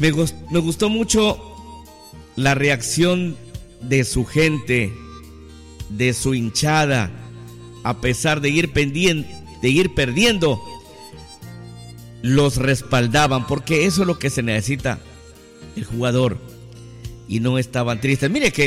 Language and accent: Spanish; Ecuador; nuestro fútbol, el fútbol ecuatoriano